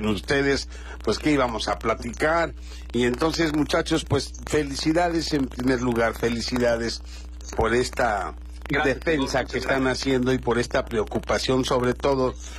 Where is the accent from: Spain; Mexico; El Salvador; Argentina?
Mexico; Guerrero; Amaría mucho más a los que, como yo, somos orgullosamente indígenas de Guerrero, de la tierra de Guerrero.